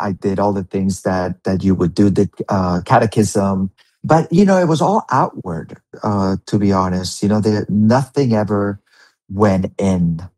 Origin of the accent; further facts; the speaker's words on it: Mallorca, Balearic Islands, Spain; I have great memories of growing up in Mallorca, and at the age of living by the sea, fishing crabs